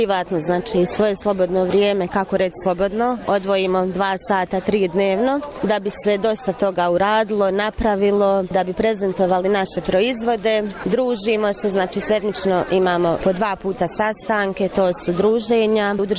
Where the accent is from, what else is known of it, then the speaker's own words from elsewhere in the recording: Mostar, Federation of Bosnia and Herzegovina, Bosnia & Herzegovina; Dolazimo iz Bijelog polja, tačnije Potoci, Mostar.